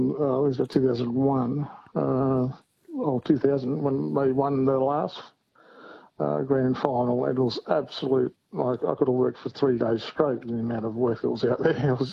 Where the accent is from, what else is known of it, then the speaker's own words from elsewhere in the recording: Newcastle, New South Wales, Australia; My favourite castle is Newcastle, because I'm actually from Newcastle.